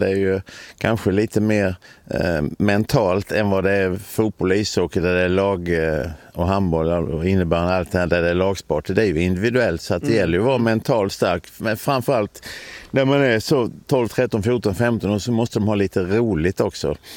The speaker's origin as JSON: {"language": "Swedish", "town": "Olofström", "region": "Blekinge", "country": "Sweden", "moved": "as an adult", "lives_now": "Karlshamn, Sweden", "said": "Jag är från Olofström och har bara några mil till min mamma där uppe också, och nu bor jag här och är sambo här nere i Karlshamn"}